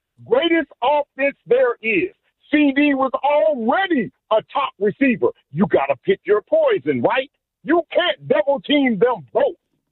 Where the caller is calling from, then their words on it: Dallas, Texas, United States; I live in the DFW.